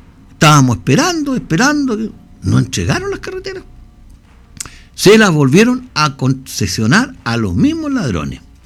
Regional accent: Chile

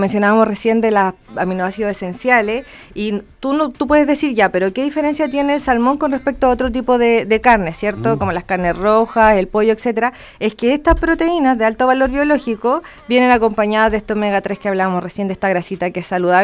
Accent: Concepción, Biobío, Chile; moved away; yo soy de Concepción, entonces ¿ya? estaba cerca de Talcahuano, ¿ya? y escuchaba el luche y todo eso.

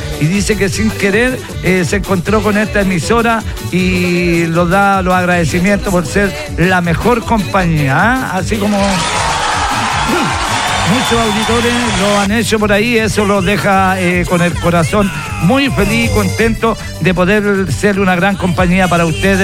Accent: Curicó, Maule, Chile; moved away; also born or lived in Sagrada Familia, Chile; yo soy curicano, ¿no?

